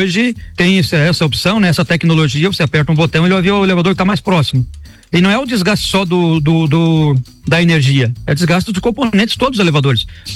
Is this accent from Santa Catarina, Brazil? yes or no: yes; São José do Cerrito, Santa Catarina, Brazil; also born or lived in Rio do Sul; Não, eu nasci em Rio do Sul, mas até os 13 anos eu me criei em São José do Cerrito.